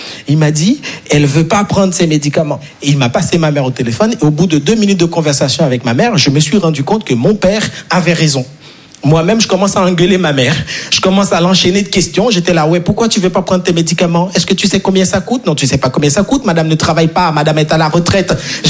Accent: Haiti; moved away; Moi, je suis très frileux, je vais pas vous mentir, parce que je suis né et grandi en Haïti, et en Haïti, on n'a pas les quatre saisons.

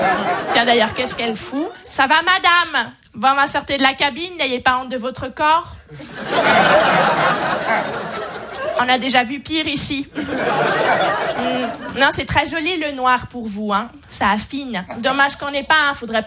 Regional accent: Switzerland; Moi, à chaque fois que je dis à un Français que je viens de Suisse

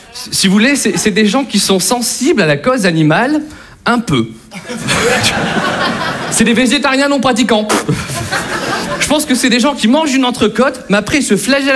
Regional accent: Lille, Hauts-de-France, France; Nous, on vient de Lille, dans le nord de la France. Alors attention, on est des vrais ch'tis. Hein, on est des ch'tis du 5-9.

